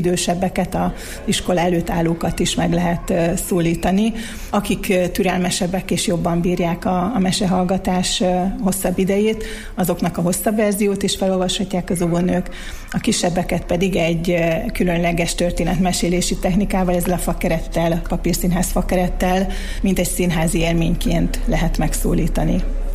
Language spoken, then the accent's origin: Hungarian; Miskolc, Borsod-Abaúj-Zemplén, Hungary; moved away as an adult; also born or lived in Norway; mi zajlik a szülővárosomban, illetve még a gimnáziumot is itt jártam. Úgyhogy nagyon kedves számomra Miskolc